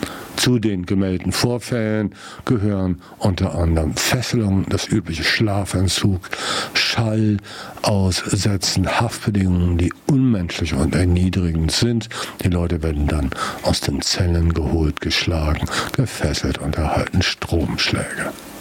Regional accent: Germany

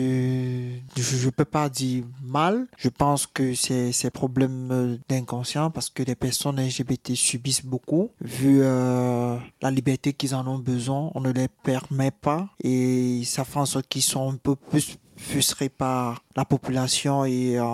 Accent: Cameroon

